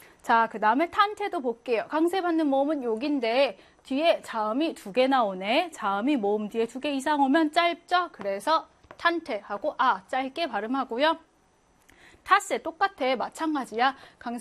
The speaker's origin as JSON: {"language": "Korean", "region": "Seoul", "country": "South Korea", "said": "저는 서울 사람인데"}